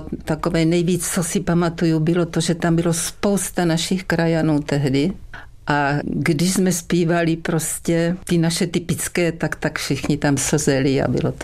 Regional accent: Uherské Hradiště, Zlín Region, Czechia; protože to je typické, že pro Dolňácko a pro moje rodné město.

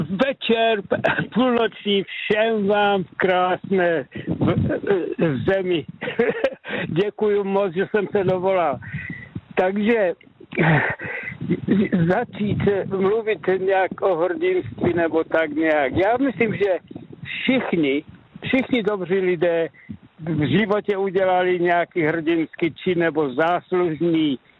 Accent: Prague, Czechia; now in Canada; Takže v roce 80. roku v srpnu jsme se vystěhovali z Prahy, jsme odletěli do Kanady, Lethbridge, blízko Calgara, 300 kilometrů od Calgar.

